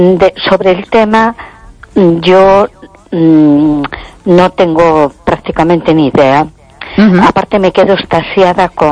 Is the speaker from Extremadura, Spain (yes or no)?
no; A Coruña, Galicia, Spain